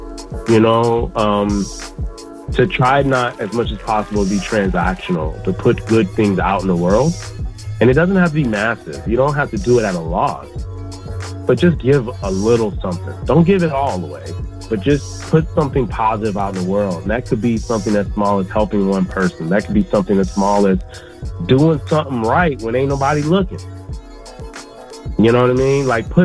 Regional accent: Chicago, Illinois, United States; born there; So I'm back in Chicago. So in some ways, yeah, I was born in Chicago, but not raised here, but I'm back here.

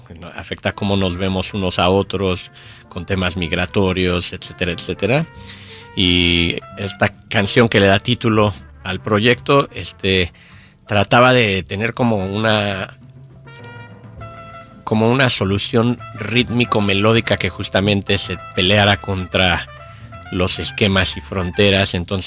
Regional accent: Mexico; En la escuela en la que yo estaba de chiquito en México, nos daban instrumentos para la clase de música

